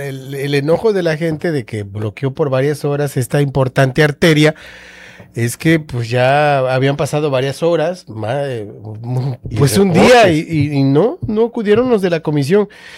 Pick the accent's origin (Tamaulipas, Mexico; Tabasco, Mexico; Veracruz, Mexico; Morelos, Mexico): Tabasco, Mexico; como decimos los tabaqueños, mocho